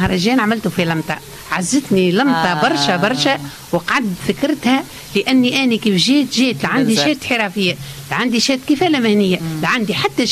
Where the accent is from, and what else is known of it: Sahel, Tunisia; now in Bizerte, Tunisia